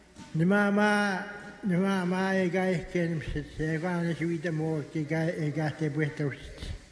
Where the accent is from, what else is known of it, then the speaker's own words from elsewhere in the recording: Manitoba, Canada; now in Red Sucker Lake, Canada; Originally, I'm from Sasago Lake, and I'm residing here in Red Sucker Lake.